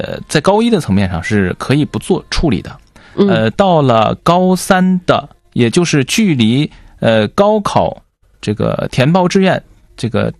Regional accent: Changchun, Jilin, China; moved away as an adult; now in Xi'an, China; 我的老家也在长春。

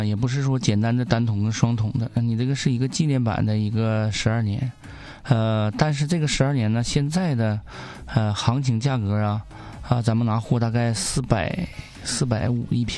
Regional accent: Northeast China, China

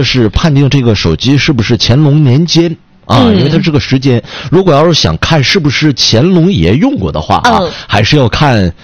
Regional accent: Northeast China, China; 咱们东北现在有很多的这个什么俗话说的东北话

